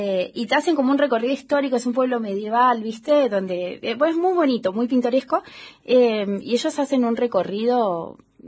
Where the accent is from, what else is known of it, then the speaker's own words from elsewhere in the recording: Argentina; Como los argentinos tomamos mucho